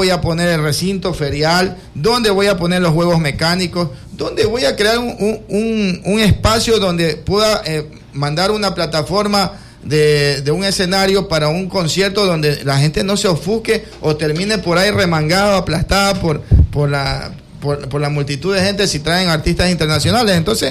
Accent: Quevedo, Los Ríos, Ecuador; born there; Yo nací en San Camilo.

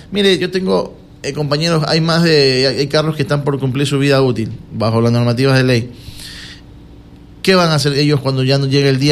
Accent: Quevedo, Los Ríos, Ecuador; también somos de Quevedo

